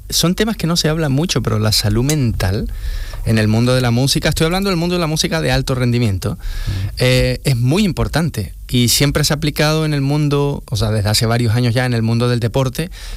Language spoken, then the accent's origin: Spanish; Chile; yo como chileno y Encarna como una flamenca de cuna